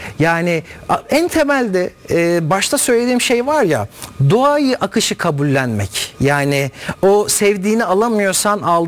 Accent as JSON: {"language": "Turkish", "town": "Bala", "region": "Ankara", "country": "Turkey", "said": "Ben Ankara Bayla'lıyım. Ankara Bayla'dan diyorum bir Kenan çıkmış diyorum, bir Beyhan çıkmış."}